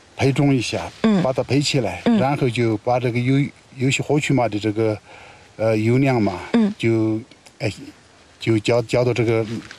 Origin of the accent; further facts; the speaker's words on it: China; 我是从小就在这个地方长大的，所以说就我是大草原长大的。